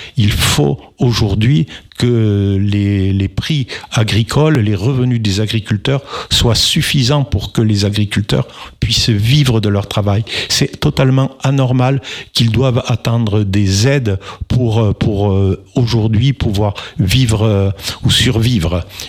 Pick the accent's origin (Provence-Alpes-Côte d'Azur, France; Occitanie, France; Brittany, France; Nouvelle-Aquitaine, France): Occitanie, France; Mirepoix; Vous savez, je suis de Mirepoix, oui.